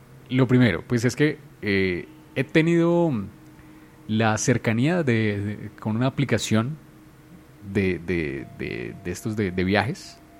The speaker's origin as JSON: {"language": "Spanish", "town": "Bogotá", "region": "Bogotá Capital District", "country": "Colombia", "said": "Nosotros como bogotanos deberíamos también bajarle a eso."}